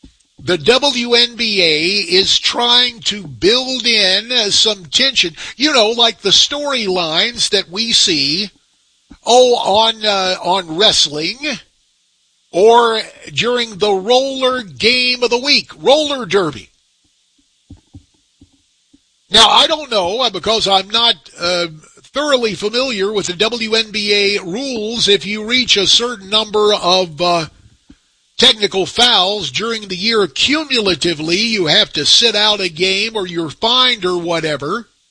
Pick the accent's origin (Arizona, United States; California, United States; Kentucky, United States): Arizona, United States; Phoenix; born there; my hometown Phoenix Mercury